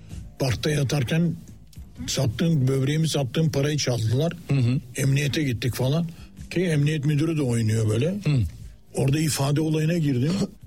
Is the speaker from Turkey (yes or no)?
yes; Eskişehir, Turkey; Şu anda ben Eskişehirliyim. Ben baba tarafı gerçi Trakya, Şarköy, Keşan Uzunköprü orada.